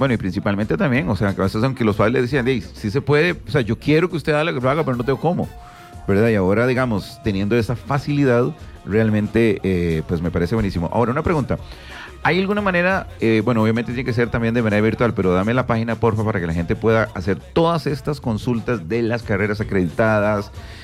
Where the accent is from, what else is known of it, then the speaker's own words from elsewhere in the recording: Guanacaste, Costa Rica; yo soy de Guanacaste, como vos sabes.